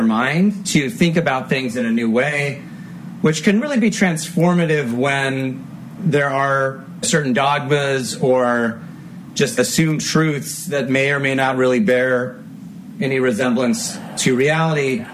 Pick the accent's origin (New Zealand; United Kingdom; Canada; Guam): Guam; I say, oh, I'm from Guam.